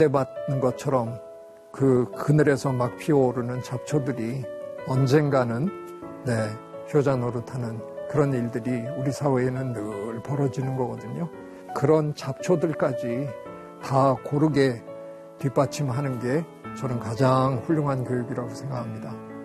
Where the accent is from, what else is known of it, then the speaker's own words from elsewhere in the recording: Gangneung, Gangwon, South Korea; moved away; 제 고향 강릉에 가서